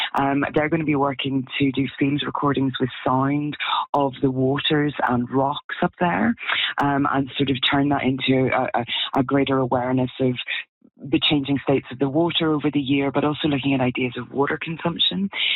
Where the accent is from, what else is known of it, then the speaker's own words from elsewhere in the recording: Northern Ireland, United Kingdom; now in Canada; I'm an immigrant myself. I'm from Northern Ireland. I've been in Quebec for 9 years and Bas-Saint-Laurent for the last three.